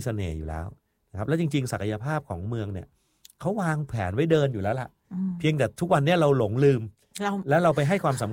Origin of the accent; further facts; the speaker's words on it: Bangkok, Thailand; moved away as an adult; now in Lamphun, Thailand; ผมซึ่งเป็นคนกรุงเทพมากกว่าครึ่งชีวิตเนี่ยนะ